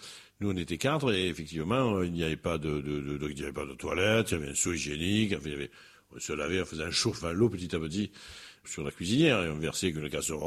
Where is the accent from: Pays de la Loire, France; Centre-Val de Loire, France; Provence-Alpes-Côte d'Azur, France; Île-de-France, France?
Provence-Alpes-Côte d'Azur, France; Marseille; Et je n'étais même pas marseillais, j'étais de l'Estaque, enfin, j'étais de ce quartier-là.